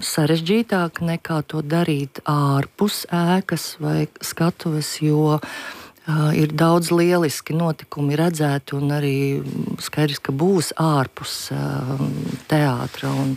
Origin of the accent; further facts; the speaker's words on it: Jēkabpils Municipality, Latvia; Es pati nāku no Vilku kroga, un man apkārt ir Antūži un Lēmeņi un Zasa un ļoti, ļoti īpašas vietas